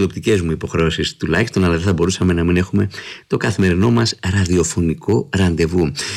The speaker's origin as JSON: {"language": "Greek", "town": "Nea Vyssa", "region": "Eastern Macedonia and Thrace", "country": "Greece", "moved": "yes", "lives_now": "Athens, Greece", "said": "εκπέμπουμε από τον Βόρειο Εύρο σήμερα, ναι, εδώ στην πατρίδα μου, στη Νέα Βίσα της Ορεστιάδας, που έχω έρθει μια εβδομάδα να δω τους δικούς μου ανθρώπους"}